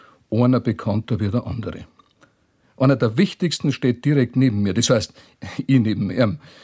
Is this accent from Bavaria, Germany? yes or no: yes; Bavaria, Germany; Er wird ja als der Brückenheilige verehrt, vor allen Dingen auch bei uns in Bayern und in Österreich.